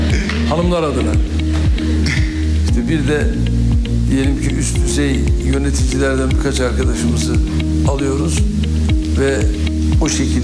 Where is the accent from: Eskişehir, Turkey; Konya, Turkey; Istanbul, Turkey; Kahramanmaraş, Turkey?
Istanbul, Turkey; Tabii Kasımpaşa'nın verdiği o ruhu da kaybetmedik. Eyvallah Kasımpaşalıyız.